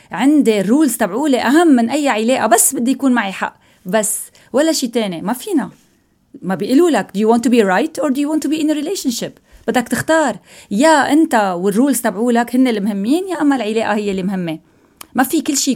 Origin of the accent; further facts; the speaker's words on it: Lebanon; ببلد مثل بلدنا لبنان